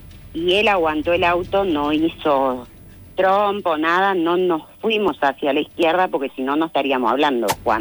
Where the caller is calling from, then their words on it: Pinamar, Canelones, Uruguay; yo vivo en Pinamar.